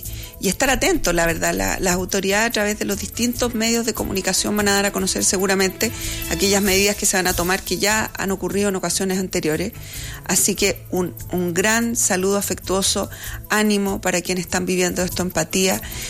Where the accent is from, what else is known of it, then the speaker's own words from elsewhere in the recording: Chile; como chilenos, chilenas, habitantes de nuestro territorio chileno